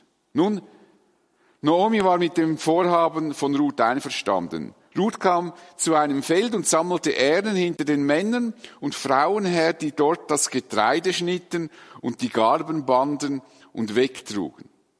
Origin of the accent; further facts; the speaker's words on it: Dietikon, Zurich, Switzerland; mit großen Maschinen auf die Felder, wo ich aufgewachsen bin, in Dietikon, nahe von hier, nicht wahr?